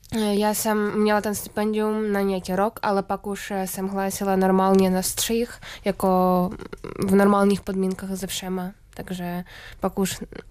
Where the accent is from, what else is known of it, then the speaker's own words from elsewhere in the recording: Kyiv, Ukraine; Czech is a second language; moved away as an adult; now in Prague, Czechia; já jsem původně z Kyjeva